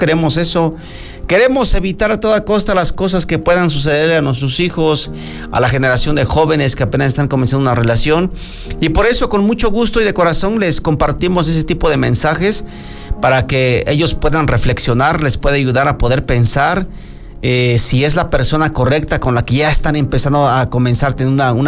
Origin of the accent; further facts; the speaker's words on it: Mexico; first language Mazatec; Spanish is a second language; nuestra lengua materna, mazateca